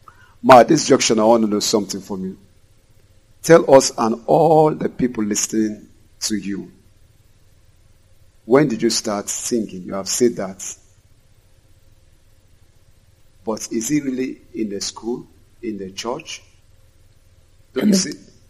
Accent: Lagos, Nigeria; I said, I'm an artist from Lagos.

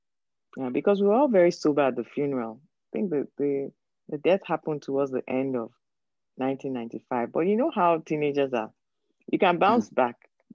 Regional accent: Lagos, Nigeria; it was a microcosm of Nigeria, people from everywhere

